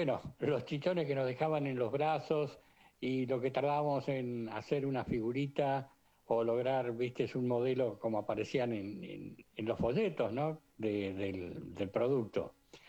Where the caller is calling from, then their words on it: Bahía Blanca, Buenos Aires Province, Argentina; de Bahía Blanca.